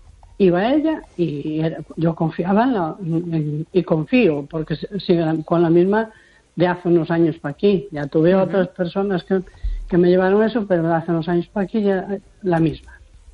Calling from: A Coruña, Galicia, Spain; de la Coruña.

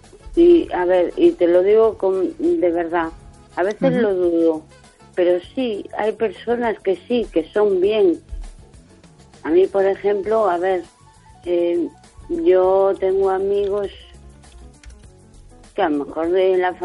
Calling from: A Coruña, Galicia, Spain; de Coruña.

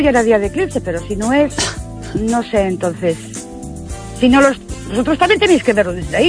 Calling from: Ourense, Galicia, Spain; de Ourense.

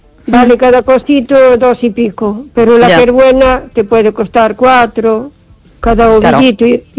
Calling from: O Carballiño, Galicia, Spain; de Carballiño.

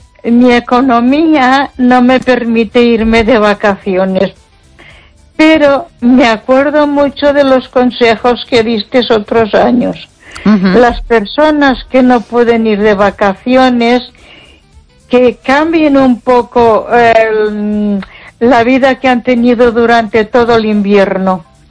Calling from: Ponferrada, Castile and León, Spain; Buenas noches, Esther. … de Ponferrada.

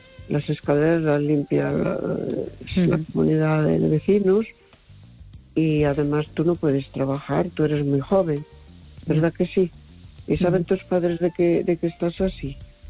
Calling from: A Coruña, Galicia, Spain; de La Coruña.

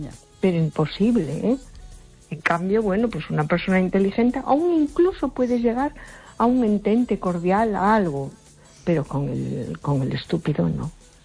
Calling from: A Coruña, Galicia, Spain; de Coruña.

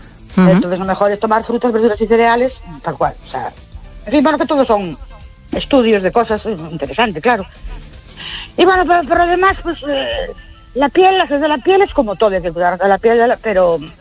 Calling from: Ourense, Galicia, Spain; de Orense otra vez.

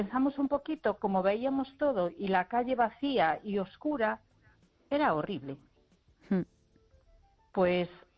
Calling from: A Coruña, Galicia, Spain; de Coruña.

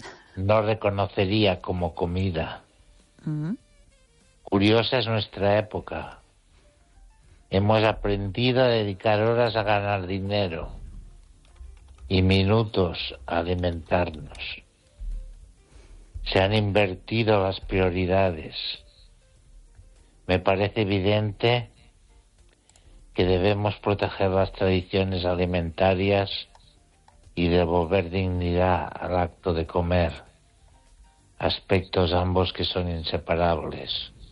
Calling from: Catalonia, Spain; desde Cataluña.

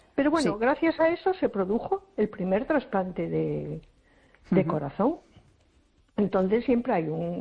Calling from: A Coruña, Galicia, Spain; de Coruña.

